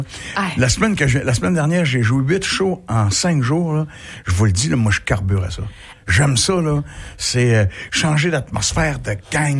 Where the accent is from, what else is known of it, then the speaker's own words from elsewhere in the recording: Lévis, Quebec, Canada; quand j'avais 7 ans à Lévis, parce que moi, je suis natif de Lévis